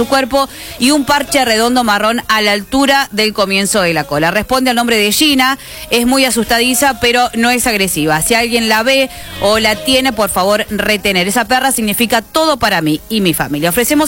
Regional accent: Luque, Córdoba, Argentina; soy de Luque, Córdoba

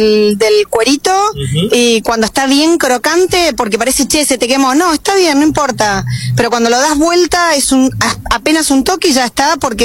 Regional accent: El Triunfo, Buenos Aires Province, Argentina; now in Buenos Aires, Argentina; Vengo de Buenos Aires. Yo en realidad soy de la provincia de Buenos Aires. Soy de un pueblito que se llama El Triunfo, cerca de Lincoln. Vivo en Capital.

